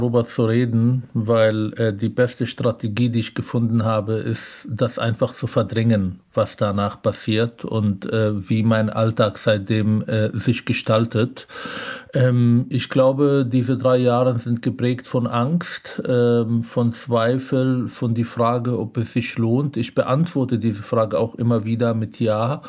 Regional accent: Palestine; Und vor allem als Palästinenser

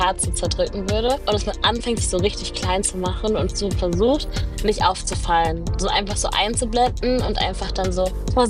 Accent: North Rhine-Westphalia, Germany; erstens, ich komme aus dem Ruhrgebiet. Ich war noch nie in Kamerun

